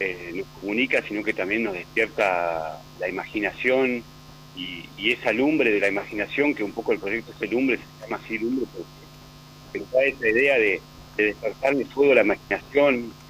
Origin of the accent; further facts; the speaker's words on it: Bariloche, Río Negro, Argentina; yo soy de Bariloche, nacido y criado en Bariloche y eso, muy vinculado a toda la región patagónica, en toda su extensión, desde mar a mar, y soy apasionado de este territorio.